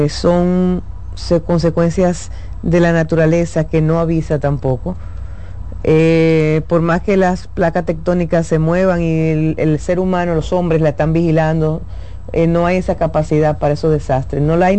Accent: Dominican Republic; Nosotros como dominicanos nos hemos solidarizado con ustedes.

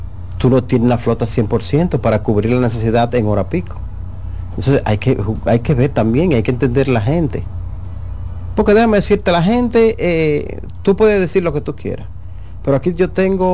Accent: Dominican Republic

